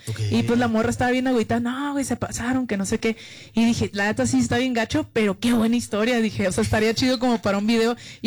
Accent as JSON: {"language": "Spanish", "town": "Tijuana", "region": "Baja California", "country": "Mexico", "tie": "born or raised there", "said": "yo soy originaria de Tijuana"}